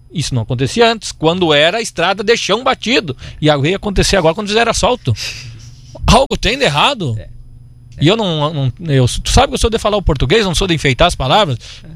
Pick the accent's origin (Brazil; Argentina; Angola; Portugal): Brazil; Lá na Vila Cis, quando era que eu nasci, me criei lá, na Avenida São Cristóvão